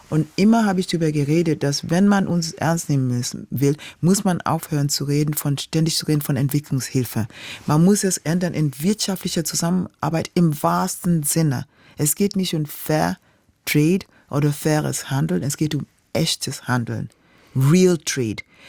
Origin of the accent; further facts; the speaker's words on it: Kenya; German is a second language; moved away as an adult; now in Germany; Und ich komme an, direkt aus Kenia und stehe da mit meinem Koffer